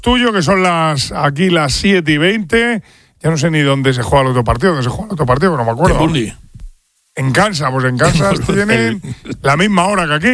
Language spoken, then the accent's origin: Spanish; Spain; pero nosotros somos los españoles, les hemos ganado las últimas 3 veces.